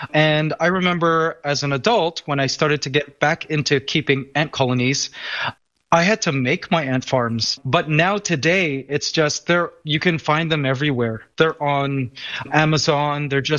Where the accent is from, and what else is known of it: Canada; born or raised there; now in Philippines